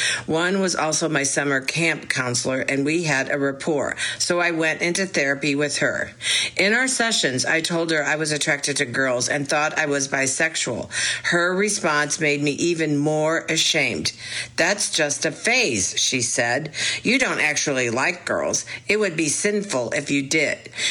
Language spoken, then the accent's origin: English; Columbia, Missouri, United States; born or raised there